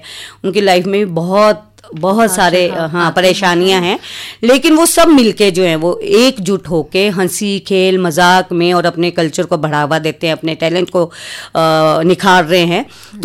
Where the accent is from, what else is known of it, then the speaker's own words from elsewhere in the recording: Dharamshala, Himachal Pradesh, India; born there; मैं DAV जो अभी आपका धर्मशाला में है, तो पहले आर्य समाज स्कूल के नाम से जाना जाता था, तो मेरी 5वीं तक की जो शिक्षा है वहीं पर हुई है।